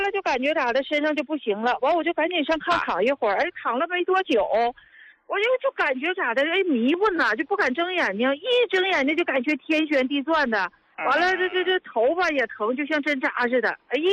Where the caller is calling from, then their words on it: Dandong, Liaoning, China; 我是丹东的一名患者。